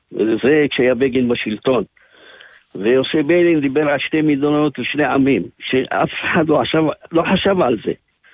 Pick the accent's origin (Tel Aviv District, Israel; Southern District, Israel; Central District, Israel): Southern District, Israel; Ofakim; אתה רוצה לדעת מאיזה עיר? אני אגיד, באופקים, כן.